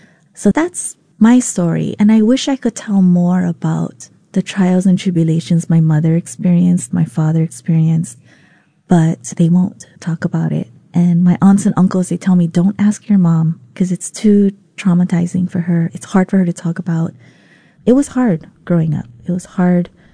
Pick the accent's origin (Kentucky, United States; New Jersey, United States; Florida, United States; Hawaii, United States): Hawaii, United States; Honolulu; first language Vietnamese; English is a second language; also born or lived in Nha Trang, Vietnam; help all the families who came to our apartment in Makiki. I grew up there